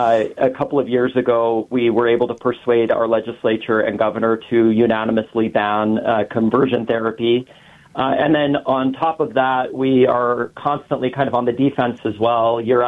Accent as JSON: {"language": "English", "region": "Utah", "country": "United States", "tie": "born or raised there", "said": "I grew up, I was born in 1984, and so I grew up in the 90s as a little closeted gay boy in Utah"}